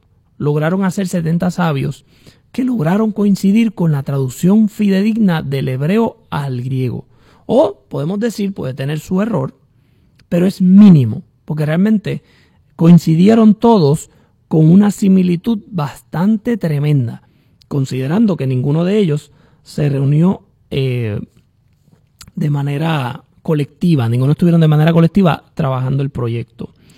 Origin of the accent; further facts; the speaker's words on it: Puerto Rico; Yo soy nacido y criado en Puerto Rico.